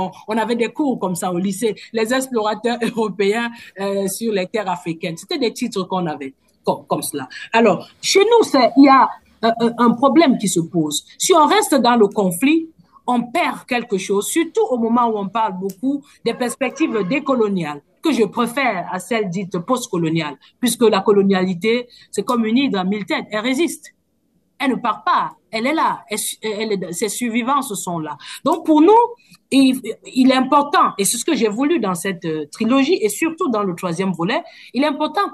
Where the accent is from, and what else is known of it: Cameroon